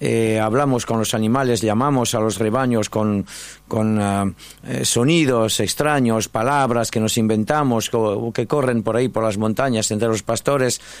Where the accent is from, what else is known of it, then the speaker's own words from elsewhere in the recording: Pau, Nouvelle-Aquitaine, France; Spanish is a second language; moved away as an adult; now in Spain; En Pau, en el sur de Francia, cerca de la frontera con España.